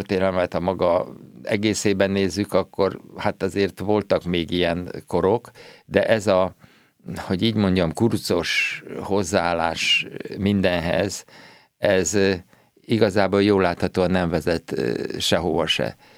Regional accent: Hungary; mint magyar társadalom, hívők

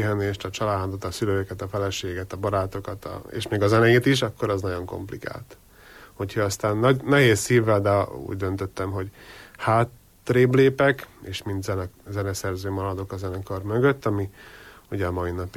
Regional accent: Kolárovo, Nitra Region, Slovakia; now in Komárno, Slovakia; Hát én Gutáról származom, ami ugye Komáromtól kb. 20 kilométerre van. Ott születtem egy abszolút nem zenei érdekeltséggel elállott családba.

